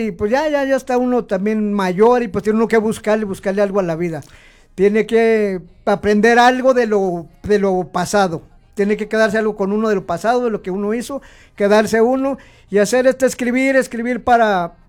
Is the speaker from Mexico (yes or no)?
yes; Buenavista, Zacatecas, Mexico; Ah, bueno, yo soy de Buenavista. Como le digo, soy de Buenavista, Tepetongo, Zacatecas.